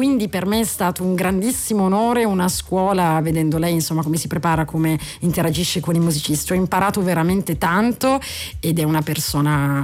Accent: Turin, Piedmont, Italy; moved away; also born or lived in Berlin / Milan; Io sono cresciuta a Torino Sud, Nichelino, Mirafiori, quindi tipica periferia di qualsiasi città.

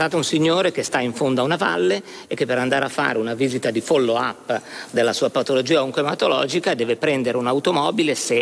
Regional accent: Lombardy, Italy; siamo bravissimi, io vengo dalla Lombardia, io definisco sempre, siamo un prestazionificio eccellente

